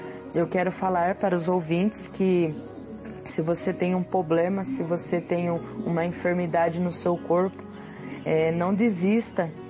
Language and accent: Portuguese; Lençóis Paulista, São Paulo, Brazil; Sou aqui de Lençóis Paulista E eu agradeço essa oportunidade.